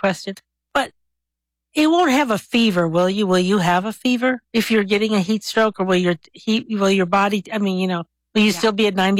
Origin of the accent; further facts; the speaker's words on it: Albuquerque, New Mexico, United States; Years ago, I remember I used to listen to KOB radio when I was, because I grew up here in Albuquerque.